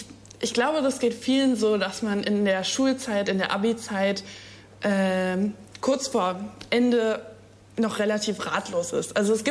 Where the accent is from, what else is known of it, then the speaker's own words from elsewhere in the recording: Eberswalde, Brandenburg, Germany; moved away as an adult; now in Bremerhaven, Germany; ich komme aus Eberswalde. Das ist eine Stadt in der Nähe von Berlin.